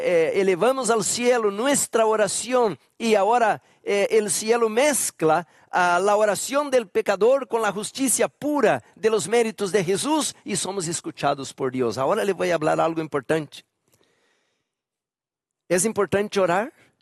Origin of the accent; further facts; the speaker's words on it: Brazil; now in Bolivia; aquí estoy en Bolivia, yo no soy boliviano, pero soy brasileño.